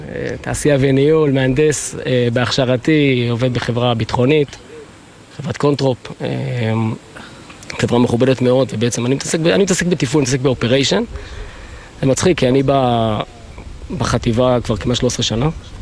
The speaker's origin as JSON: {"language": "Hebrew", "region": "Northern District", "country": "Israel", "tie": "born or raised there", "said": "אז אנחנו החטיבה שלנו היא חטיבה כמובן של רמת הגולן, שם גדלנו, שם תמיד היינו, התחלנו שם בשביעי באוקטובר."}